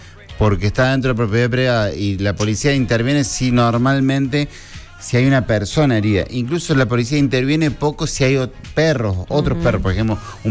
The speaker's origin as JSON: {"language": "Spanish", "region": "Misiones", "country": "Argentina", "tie": "born or raised there", "said": "tengo 39 años y me encanta el folclore del chamamé. Soy oriundo de Misiones."}